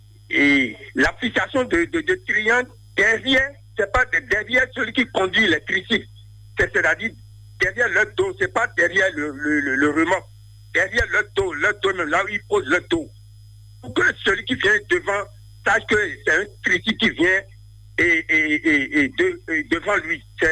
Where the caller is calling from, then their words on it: Porto-Novo, Ouémé, Benin; Je vous appelle depuis Rwanda 2, Porto-Nouveau.